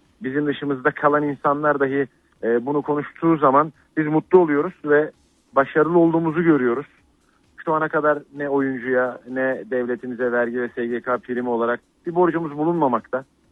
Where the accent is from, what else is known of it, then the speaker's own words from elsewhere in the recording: Adana, Turkey; now in Kayseri, Turkey; ben Adanalıyım biliyorsun